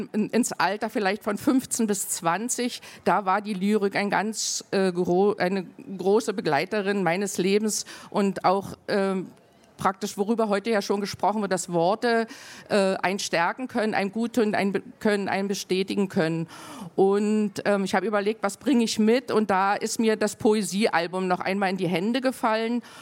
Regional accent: Cottbus, Brandenburg, Germany; Nun bin ich aus Cottbus, nicht weit von Hoyerswerda.

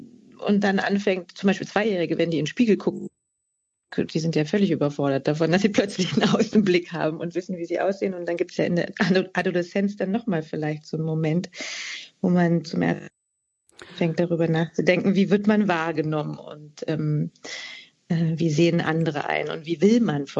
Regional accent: East Germany, Germany; ich komme selber aus Ostdeutschland

